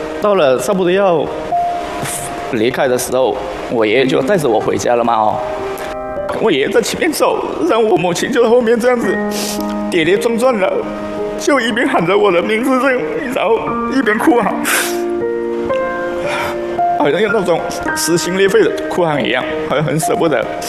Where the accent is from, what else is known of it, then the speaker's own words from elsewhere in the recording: Guangdong, China; 我是广东的。